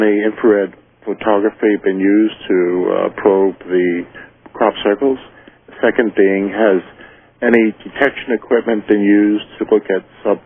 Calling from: Long Island, New York, United States; I'm calling from Long Island, New York

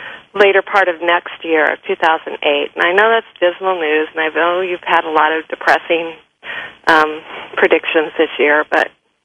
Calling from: California, United States; I'm calling from Northern California.

